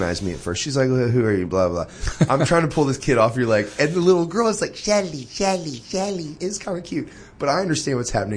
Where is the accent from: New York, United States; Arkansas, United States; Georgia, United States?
Arkansas, United States; In fact, to this day, folks from Arkansas, we're still stuck with this stigma